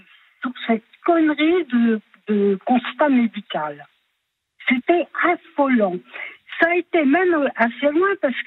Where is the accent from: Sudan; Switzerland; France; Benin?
Switzerland; accent: Swiss; si je prends un dé de vin ou n'importe quoi, je parle avec l'accent suisse.